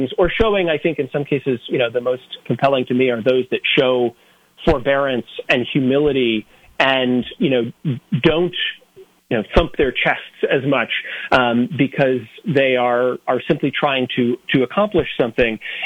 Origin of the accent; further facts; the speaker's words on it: United States; power as an American